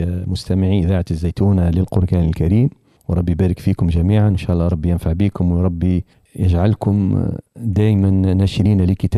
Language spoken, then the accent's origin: Arabic; Béja, Tunisia; now in Nabeul, Tunisia; أصلي أنا من الشمال الغربي، سيرة باجة